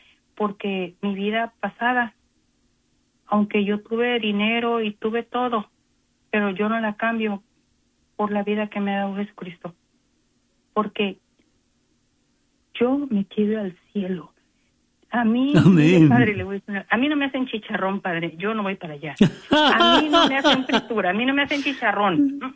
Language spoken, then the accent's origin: Spanish; Mexico; Y los mexicanos, yo soy mexicana, de ahí viene.